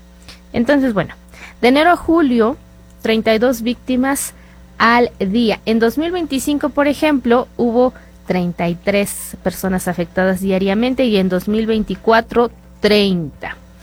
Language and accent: Spanish; Mexico; como mexicanos, a todo le buscamos y a todo le encontramos.